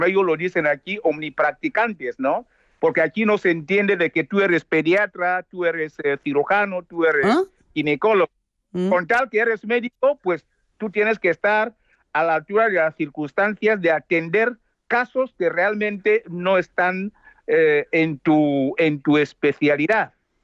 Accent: Equatorial Guinea; moved away as an adult; now in Cameroon; como activista que soy desde hace décadas, es que no puedo estar al margen de todo lo que acontece en mi país.

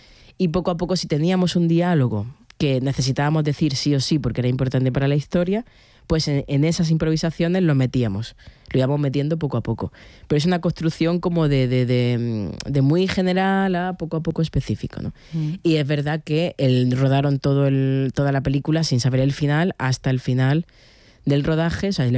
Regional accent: Almería, Andalusia, Spain; moved away; A mí Almería, aparte de evidentemente lo emocional que me conecta, ¿no? Por haberme criado allí, mi familia sigue allí

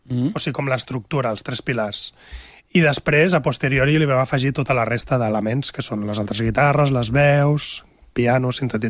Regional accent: Barcelona, Catalonia, Spain; now in L'Ametlla, Spain; És que és complicat, perquè soc de Barcelona, del barri d'Horta, estic empadronat a la Garriga, però visc a l'Ametlla.

